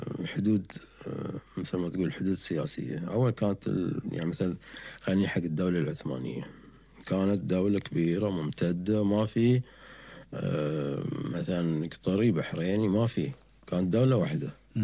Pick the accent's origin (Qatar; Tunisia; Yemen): Qatar; بس عندنا تختلف شوية عن البحرين في اللكنة. يعني مثلا احنا عندنا لهجتنا تقريبا معتدلة نوعا ما